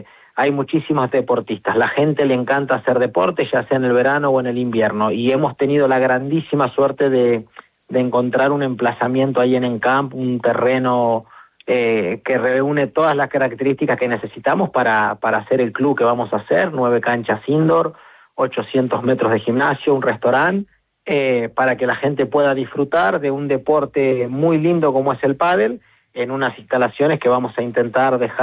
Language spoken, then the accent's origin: Spanish; Argentina; now in Barcelona, Spain; Argentina es otro país en el cual yo soy argentino